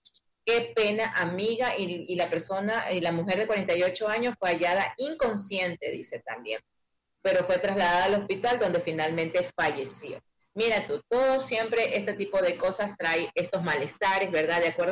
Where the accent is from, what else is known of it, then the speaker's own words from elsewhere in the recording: Ecuador; yo soy ecuatoriana